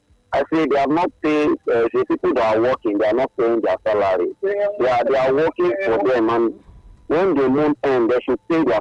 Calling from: Lagos, Nigeria; I'm calling from Lekki.

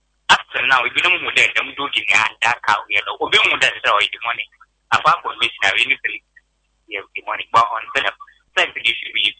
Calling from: Onkotompo, Ghana; from Onkotompo.

